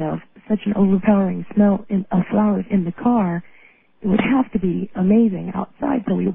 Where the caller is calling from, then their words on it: Reno, Nevada, United States; I'm calling from Reno.